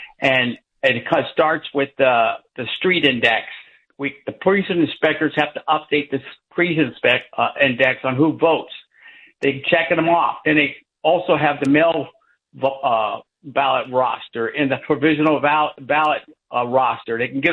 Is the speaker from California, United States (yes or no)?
yes; Jamul, California, United States; moved away as an adult; from Alabama right now. I was from Jamul, California 5 years ago. I got out of that state.